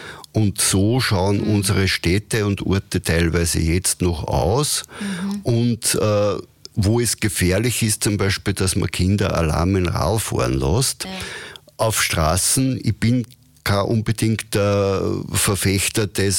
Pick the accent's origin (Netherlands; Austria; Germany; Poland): Austria; Linz, Upper Austria; als Linzer